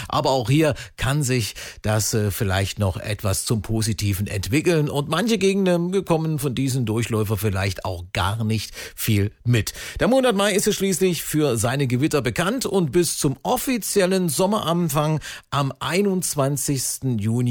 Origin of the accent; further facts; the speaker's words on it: Thuringia, Germany; Das ist Musik aus meiner Heimat, aus Thüringen